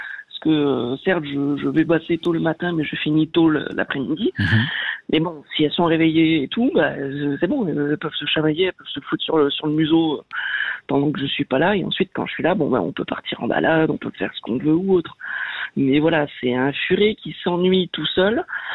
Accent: France; Moi, je suis de nationalité française, je suis français

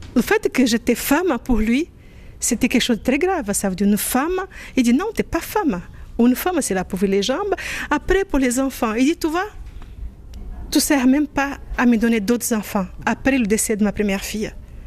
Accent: Brazil; moved away

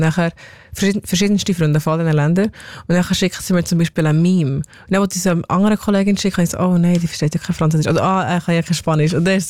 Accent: Switzerland; also born or lived in Costa Rica / Jamaica; ja, eigentlich von hier

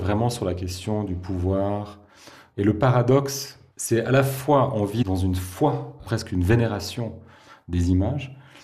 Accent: Switzerland; on est Suisse

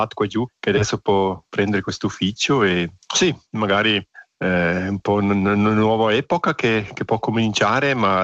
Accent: Savognin, Graubünden, Switzerland; sono cresciuto a Savognina, oltre a montagna, anche questo magari un po' qualcosa interessante, che non sono proprio dalla valle oriundamente, ma sono adesso qui a quasi 20 anni che posso vivere qui e parlo la lingua romancia

